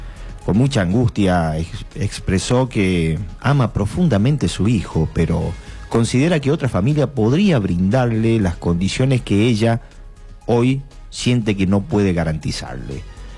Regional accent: La Rioja, Argentina; Esta clase de información nos toca a todos, no tan solo en la fibra íntima, como riojanos, como argentinos

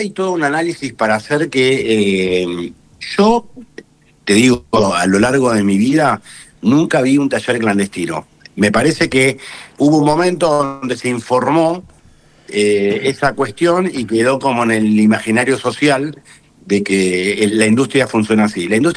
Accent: Argentina; somos una marca de nicho que hablamos de lo que somos los argentinos por medio de remeras.

